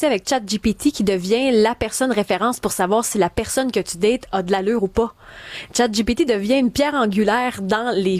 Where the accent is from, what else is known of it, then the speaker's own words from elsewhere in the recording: Quebec, Canada; now in Montreal, Canada; La première fois que je suis arrivée à Montréal, puis moi je viens de l'Est du Québec